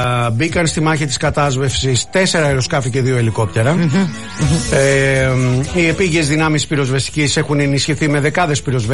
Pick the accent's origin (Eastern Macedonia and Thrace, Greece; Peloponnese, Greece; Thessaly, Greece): Peloponnese, Greece; Mani; Εκεί στα μέρη μου